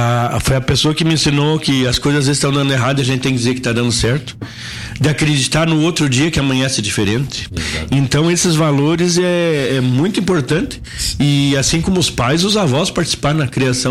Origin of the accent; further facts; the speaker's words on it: Brazil; born there; eu nasci em Caxias